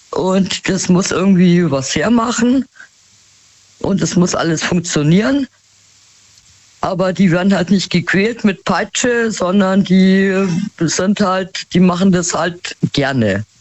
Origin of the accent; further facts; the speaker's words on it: Munich, Bavaria, Germany; born there; Aber ich komme gebürtig aus München, ja?